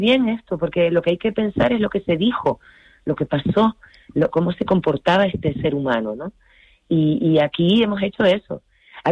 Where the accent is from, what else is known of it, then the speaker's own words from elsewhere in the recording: Las Palmas de Gran Canaria, Canary Islands, Spain; yo soy de Gran Canaria, yo soy de Las Palmas.